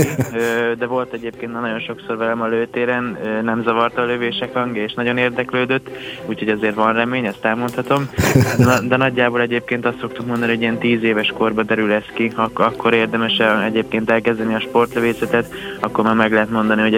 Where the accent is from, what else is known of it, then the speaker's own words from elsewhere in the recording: Komárom, Komárom-Esztergom, Hungary; moved away as an adult; now in Budapest, Hungary; Igen, ott születtem, ott nevelkedtem, és nem olyan régen kerültem fel egyébként Budapestre, de hát azt elmondhatom, hogy a szívem az sokszor hazahúz, és nagyon szeretem Komáromot.